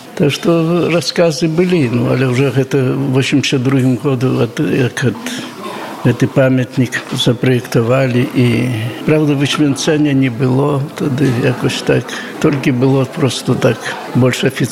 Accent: Mieleszki, Podlaskie Voivodeship, Poland; Я сам з Мілешков родом, якби по другій стороні городка, і той бок.

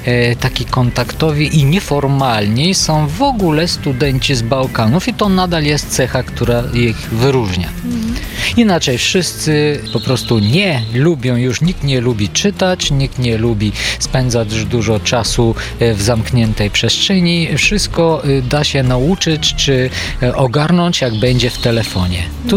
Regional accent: Bulgaria; Polish is a second language; moved away as an adult; also born or lived in Sofia; now in Lublin, Poland; Jestem Bułgarem, ale od 2011 roku już na stale związany jestem z Lublinem.

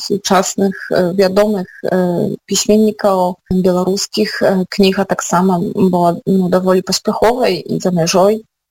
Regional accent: Podlaskie Voivodeship, Poland; Belarusian is a second language; навошта мне вучыцца расійскай мовы, мне патрэбная беларуская. І так гэта проста склалася. Хаця фактычна я родам з Падляша, і напэўна гэта сямейны корані, і Падляша сама па сябе паўплывала на тое, што мне пасля ўжо даволі лёгка даводзілася вучыцца і гаварыць

